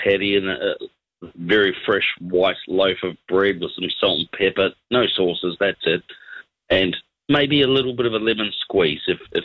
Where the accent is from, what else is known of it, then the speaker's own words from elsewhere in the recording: New Zealand; Never done white baiting, but growing up in New Zealand, there's a couple of things I want to chuck at you.